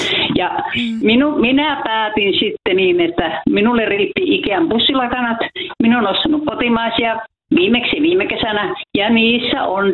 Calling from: Kemijärvi, Lapland, Finland; No niin, joo, minä olen Kemijärveltä. Minä olen se mummo, joka on aikaisemmin sovittanut.

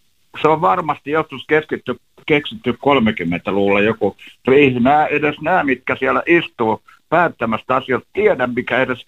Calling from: Helsinki, Uusimaa, Finland; kun mä olen Helsingistä

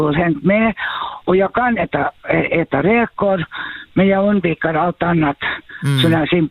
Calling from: Ekenäs, Uusimaa, Finland; Jag är från Ekenäs, ja.

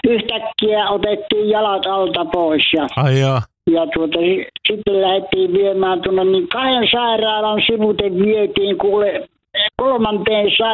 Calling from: Central Finland, Finland; minä olen Keski-Suomesta ja Kivikirkolta.

